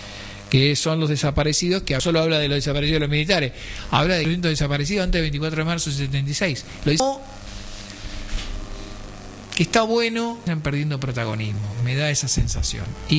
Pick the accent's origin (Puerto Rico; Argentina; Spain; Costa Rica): Argentina; Usted, no, yo no soy mexicano, soy argentino.